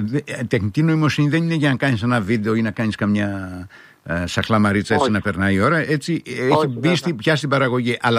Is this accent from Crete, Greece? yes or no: yes; Ierapetra, Crete, Greece; moved away; στην ιδιαίτερη πατρίδα μου, την, ή μάλλον ένα από τους ιδιαίτερους τόπους της Κρήτης που μεγάλωσα, την Ιερά Πέτρα